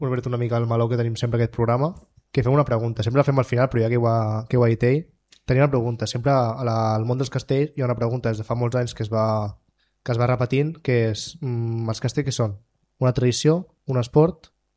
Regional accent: Vilanova i la Geltrú, Catalonia, Spain; som de Vilanova

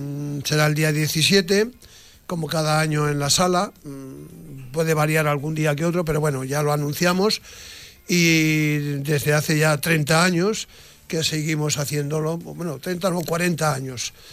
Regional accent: Calanda, Aragon, Spain; now in Rubí, Spain; El peso mayor somos vecinos de Rubí, pero naturales de Calanda.

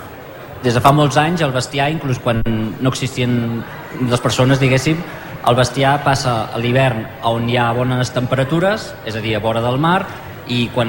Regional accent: Igualada, Catalonia, Spain; born there; now in Sant Boi de Llobregat, Spain; jo no sóc d'aquí, jo sóc fill d'Igualada, he estat tombant, i des del 2011 que baixo aquí a Sant Boi, però la meva vida és dalt de la muntanya.

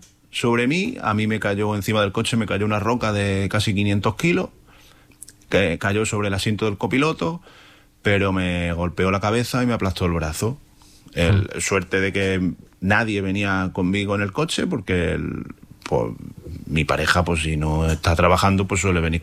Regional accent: Málaga, Andalusia, Spain; moved away as an adult; Sí, dejé el trabajo en Málaga, vengo de Málaga, mi hija está allí, y tengo una hija con 11 años. Y me vine a vivir aquí con mi pareja

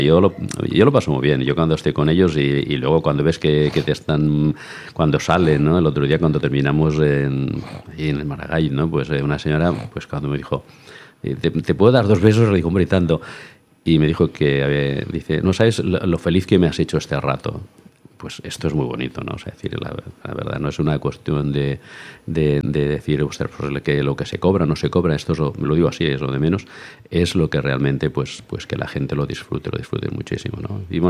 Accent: Torre del Campo, Andalusia, Spain; La gente que hemos nacido fuera, ¿no? Yo bueno, nací hace... Bueno, qué decir, hace... Me trajeron con un año... Pero he estado muy, muy, muy, muy unido a Torre del Campo

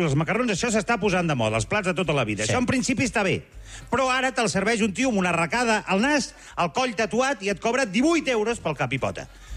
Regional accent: Barcelona, Catalonia, Spain; Jo sóc de Barcelona

